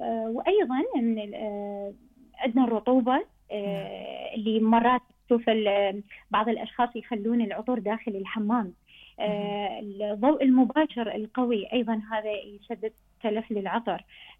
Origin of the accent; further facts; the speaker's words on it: Iraq; احنا عندنا بالعراق الجو يعني يصير جدا حار،